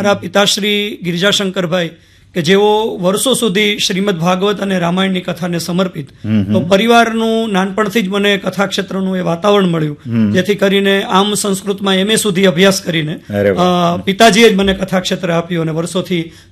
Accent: Gujarat, India

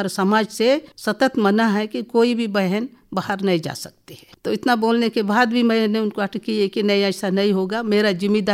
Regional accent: Hiranar, Chhattisgarh, India; born there; मेरा जन्म हमारे छत्तीसगढ़ बस्तर संभाग दंतेवाड़ा जिला, एक छोटा गांव है हीरानार।

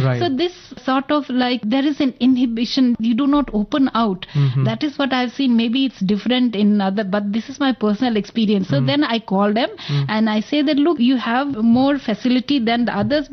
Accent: Manipur, India; I'm from Manipur, but MSc students studying in botany, they never come to me for consultation.

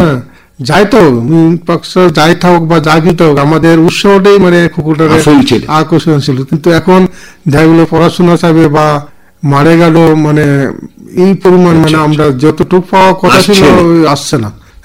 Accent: Ranibazar, Tripura, India; born there; আমার বাড়ি রানীবাজার

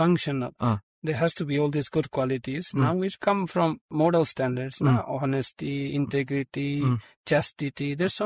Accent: Spain; Just like I'm from Spain

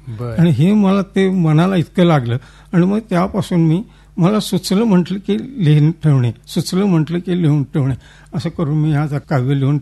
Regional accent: Kadgaon, Maharashtra, India; माझं मूळ गाव कडगाव, तालुका गडहिंग्लज, जिल्हा कोल्हापूर. मी 63 साली ओगलेवाडीला आलो.

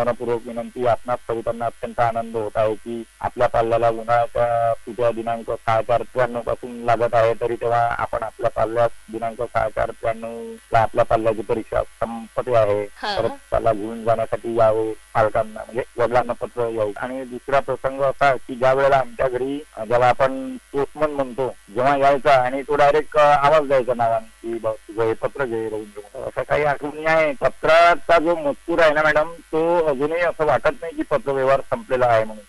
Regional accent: a village in Wardha district, Maharashtra, India; also born or lived in Amravati; लहानारवी तालुका श्री जिल्हा वर्धा माझं गाव आहे

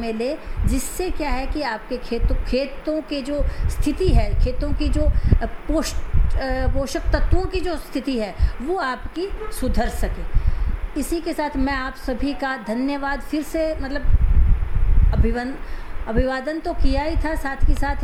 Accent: Jhalawar district, Rajasthan, India

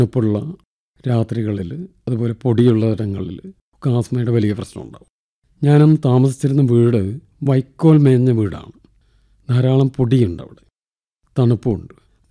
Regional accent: Eyyal, Kerala, India; ഞാൻ 61 ജനിച്ചത്. തൃശ്ശൂർ ജില്ലയിൽ കുന്നംകുളത്തിനടുത്ത് എയ്യാൽ എന്ന് പറയുന്നൊരു ചെറിയ ഗ്രാമത്തിൽ. ഇന്നത്തെ സൗകര്യങ്ങളൊന്നും ഇല്ലാത്തൊരു കാലമാണ്. എൻ്റെ ഗ്രാമം വൈദ്യുതി ഇല്ലാത്ത സ്ഥലമാണ്.

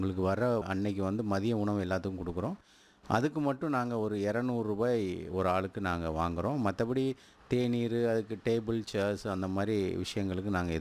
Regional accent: Sawyerpuram, Tamil Nadu, India; moved away as an adult; now in Coimbatore, India; நான் பிறந்து வளர்ந்தது எல்லாமே தூத்துக்குடி மாவட்டம், அங்கே சாயர்புரம்னு ஒரு இடத்துல.

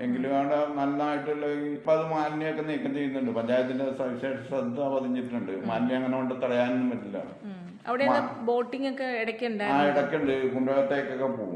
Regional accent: Kanjiramattam, Kerala, India; ഞാൻ കാഞ്ഞിരമറ്റം സ്വദേശിയാണ്.

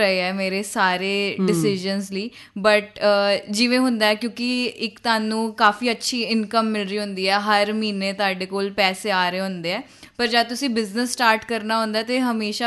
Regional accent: Punjab, India; ਅਤੇ ਕਿਉਂਕਿ ਮੈਂ ਪੰਜਾਬ ਤੋਂ ਬਿਲੋਂਗ ਕਰਦੀ ਹਾਂ ਅਤੇ ਐਗਰੀਕਲਚਰ ਹਾਰਟਲੈਂਡ ਬੋਲਦੇ ਹਨ ਇਹਨੂੰ ਇੰਡੀਆ ਦਾ

